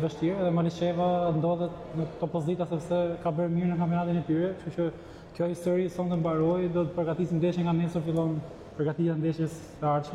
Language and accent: Albanian; Elbasan, Elbasan County, Albania; born there; për respektin që kam për tifozët e Elbasanit, për qytetin tim të lindjes